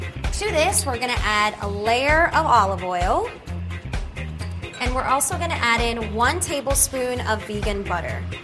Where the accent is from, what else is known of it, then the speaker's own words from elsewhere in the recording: Staten Island, New York, United States; I grew up on Staten Island, so I can't even tell you how many pasta dishes I've eaten over the years.